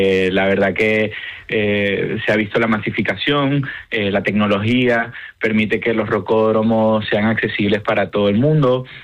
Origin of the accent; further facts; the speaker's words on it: Caracas, Capital District, Venezuela; moved away; aunque que nací en Caracas, soy español de origen. O sea, yo siempre fui español. Yo nunca tuve que pedir la nacionalidad o hacer algún proceso para obtenerla. Uh-huh. Desde que nací, mi padre nació en Vigo